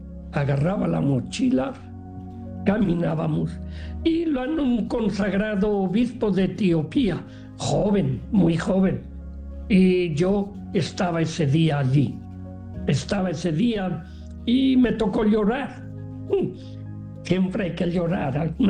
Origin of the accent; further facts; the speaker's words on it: Valladolid, Castile and León, Spain; Soy de Valladolid, es en la parte centro-norte de España, en lo que antiguamente, bueno, ahora se llama, es el Reino de Castilla y León.